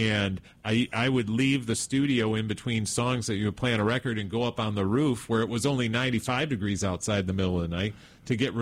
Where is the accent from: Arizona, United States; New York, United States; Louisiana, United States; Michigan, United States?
Michigan, United States; Paw Paw; I grew up in Pawpaw.